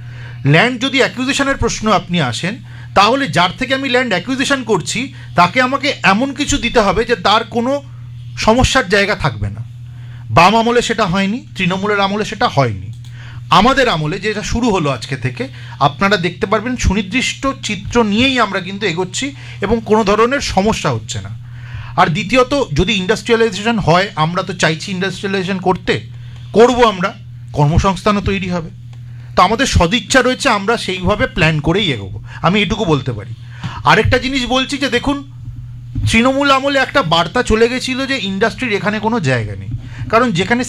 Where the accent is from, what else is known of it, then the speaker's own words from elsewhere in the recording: West Bengal, India; আমরা আজকে এই স্টুডিওতে যারা বসে রয়েছি তারা প্রত্যেকে বাঙালি, আমাদের বাঙালি আইডেন্টিটি রয়েছে, আমাদের বাঙালি জাত্যাভিমান রয়েছে, আমরা বাঙালি কোট অ্যান্ড কোট বাঙালি অস্মিতাতেও কিন্তু বিশ্বাস করি